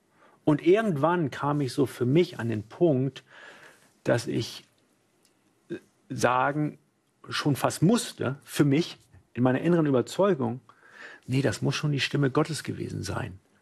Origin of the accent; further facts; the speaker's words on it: Hamburg, Germany; nach Hamburg zurück bin, wo ich herkomme.